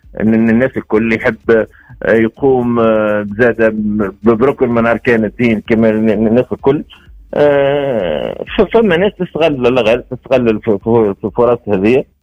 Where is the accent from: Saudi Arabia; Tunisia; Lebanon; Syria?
Tunisia